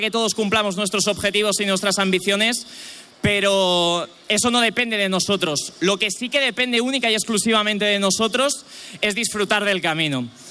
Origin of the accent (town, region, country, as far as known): Rubí, Catalonia, Spain